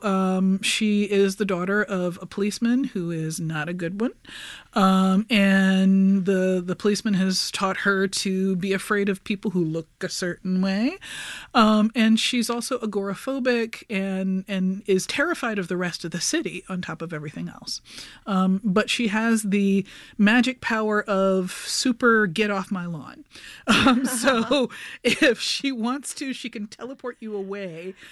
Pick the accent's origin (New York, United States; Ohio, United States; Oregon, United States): New York, United States; Brooklyn was based on my own growing up in New York in the 80s, and so the advent of hip-hop.